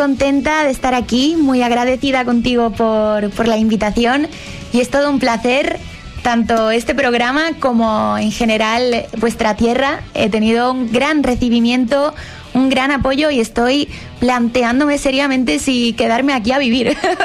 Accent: Spain; en este caso en mi país

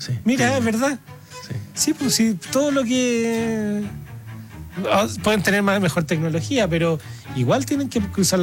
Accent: Constitución, Argentina; A ver, yo soy de Conti

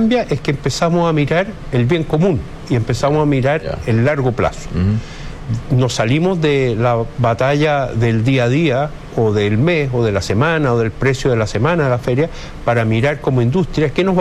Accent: Chile; creemos que dentro de las cosas que nos unen como chilenos es el tema de las carnes

